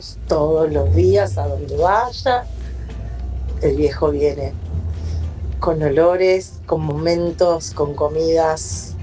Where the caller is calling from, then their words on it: Buenos Aires, Argentina; Soy … de Villa del Parque.